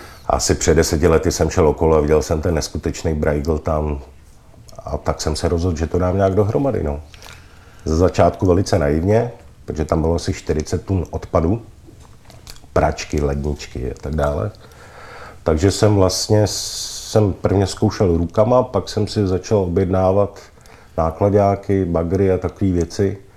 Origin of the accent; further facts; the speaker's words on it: Prague, Czechia; protože jsem z Bohnic, což taky není úplně jednoduchý být z Bohnic, jako malý kluk, když někam přijdete, řeknete, že jste z Bohnic